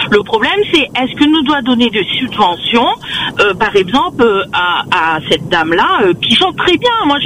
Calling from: Réunion

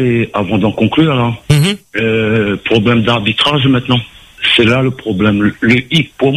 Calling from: France; je suis français

